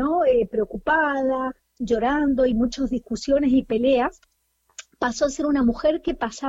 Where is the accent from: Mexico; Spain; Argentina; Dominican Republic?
Argentina; born there; yo nací en la República Argentina, en una provincia del oeste de nuestro país, que está muy cerquita del país limítrofe de Chile, de la República Argentina.